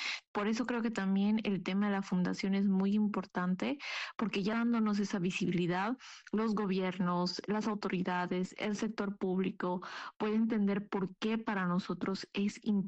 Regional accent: Oruro, Bolivia; first language Aymara; Spanish is a second language; se encuentra en la comunidad de Vito. Entonces, es ahí donde nosotros estamos obviamente trabajando con nuestra comunidad

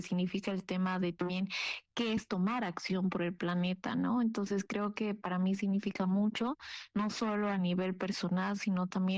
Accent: Oruro, Bolivia; first language Aymara; Spanish is a second language; se encuentra en la comunidad de Vito. Entonces, es ahí donde nosotros estamos obviamente trabajando con nuestra comunidad

